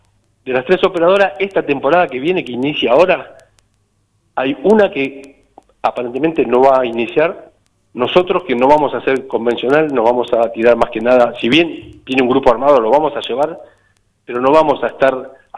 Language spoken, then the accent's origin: Spanish; Puerto Deseado, Santa Cruz, Argentina; los tres somos nacidos en Puerto Deseado.